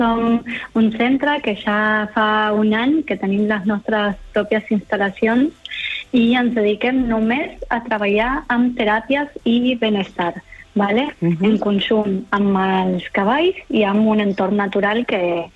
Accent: Argentina; accent: Argentine; Catalan is a second language; moved away; soc argentina.

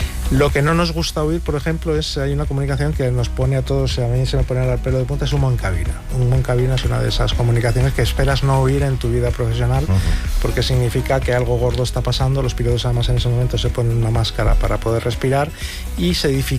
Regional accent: Spain; aunque somos un país un poco en ese sentido, pues somos muy, muy pesimistas

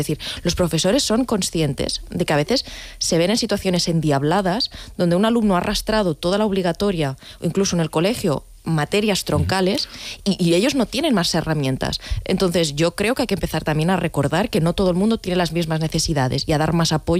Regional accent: Catalonia, Spain; en el caso de Cataluña, que lo conozco bien, soy catalana

